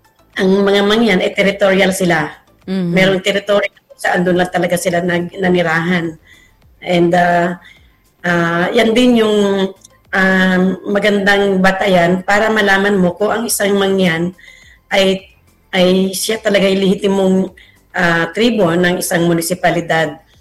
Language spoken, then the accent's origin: Tagalog; Mimaropa, Philippines; dito sa amin sa Oriental Mindoro